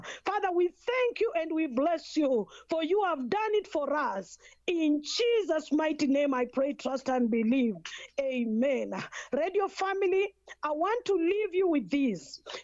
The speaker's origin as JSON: {"language": "English", "country": "Kenya", "said": "Once again … from Kenya, and I thank each and every one of you for allowing me to share with you this morning."}